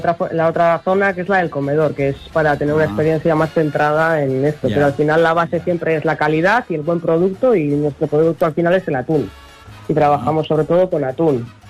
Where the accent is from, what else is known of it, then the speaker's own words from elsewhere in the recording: Ea, Basque Country, Spain; Soy de Ea, soy de Ea. Otro pueblito cercano.